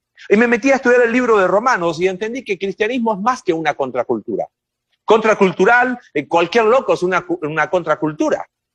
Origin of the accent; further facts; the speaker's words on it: Chile; en nuestro país, en Chile